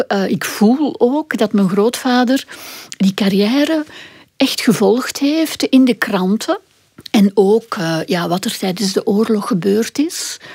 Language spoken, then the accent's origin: Dutch; Kempen, Belgium; ik ken hem als Kempense, als kind in de Kempen, omdat mijn vader ooit een bizar huis gekocht heeft.